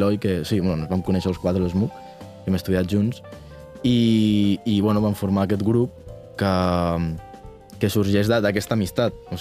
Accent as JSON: {"language": "Catalan", "region": "Aragon", "country": "Spain", "said": "A Aragó, d'on soc jo"}